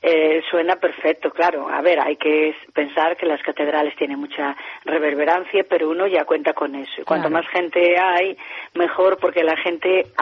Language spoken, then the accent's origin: Spanish; Galicia, Spain; also born or lived in Porto, Portugal; aunque yo nací en Porto, pero vine muy niña para Galicia, adapté una forma de cantar muy luso-galaica